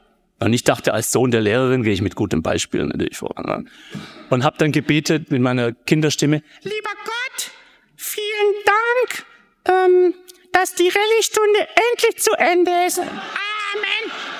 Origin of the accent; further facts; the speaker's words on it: Gaildorf, Baden-Württemberg, Germany; So, und die Frau Kadel, die war berühmt in Geildorf, wo ich aufgewachsen bin, auf der Kocherbrücke